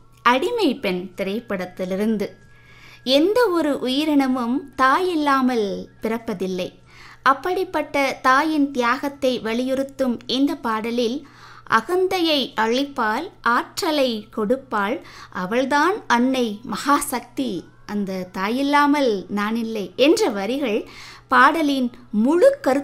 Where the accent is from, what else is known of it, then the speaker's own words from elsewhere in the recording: Cumbum, Tamil Nadu, India; now in Vandanmedu, India; எங்கள் சொந்த ஊர் தேனி மாவட்டம் கம்பம். கேரளா வண்டன்மேட்டில் 4 தலைமுறைகளாக மளிகை மற்றும் ஏலக்காய் வியாபாரம் செய்து வருகின்றோம்.